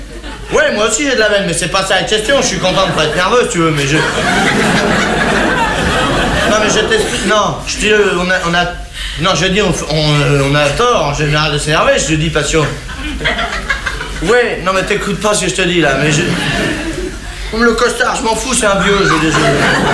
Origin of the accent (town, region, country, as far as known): France